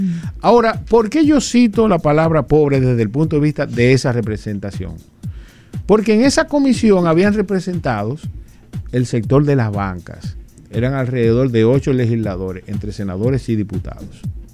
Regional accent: Dominican Republic

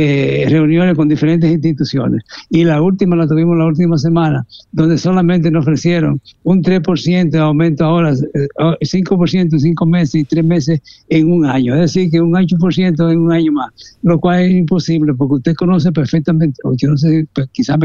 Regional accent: Cibao, Dominican Republic; accent: Cibaeño; Déjeme aclararle en español, bien, o en cibaeño

